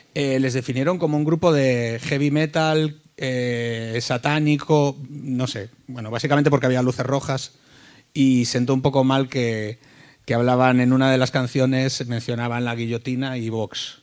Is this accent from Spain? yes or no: yes; Galicia, Spain